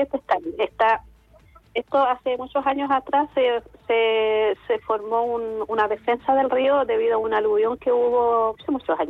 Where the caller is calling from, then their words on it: O'Higgins, Chile; yo vivo cerca del río Tinguiririca.